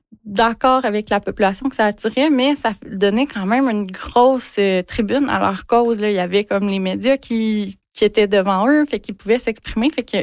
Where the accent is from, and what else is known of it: Quebec, Canada